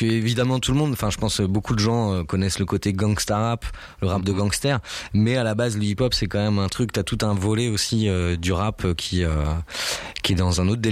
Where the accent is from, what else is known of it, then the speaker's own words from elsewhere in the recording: Tours, Centre-Val de Loire, France; on est tourangeaux à la base.